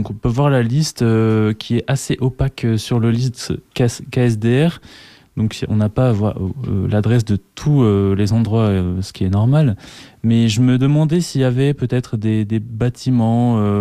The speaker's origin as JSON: {"language": "French", "town": "Brussels", "region": "Brussels-Capital Region", "country": "Belgium", "said": "nous en tant que Bruxellois"}